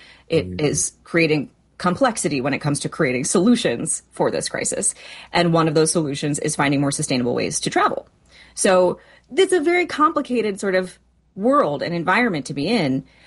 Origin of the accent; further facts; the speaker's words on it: Marshfield, United States; also born or lived in Chicago / New York; now in Los Angeles, United States; So I'm from Marshfield, and then I was in Chicago and then New York, and then I was in LA. And I moved